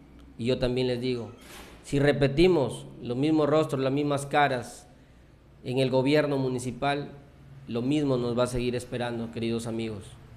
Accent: Santana, Tambogrande, Piura, Peru; Lo digo como hijo nacido y criado en Santana, en la margen izquierda, un pueblo con muchas necesidades

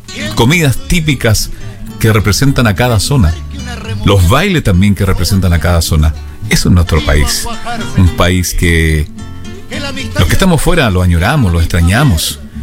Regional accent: Chile; moved away; Sigo siendo chileno, claro que sí. Pues, ¿dónde no hay un chileno? Qué lindo ser chileno, ¿ah? Qué lindo haber nacido en esa hermosa patria de 20 millones de habitantes.

